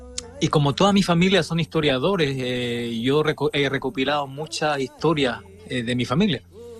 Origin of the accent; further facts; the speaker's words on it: Rapa Nui, Valparaíso, Chile; Esa es una recitación ancestral de mi clan, de donde yo vengo, de mi linaje.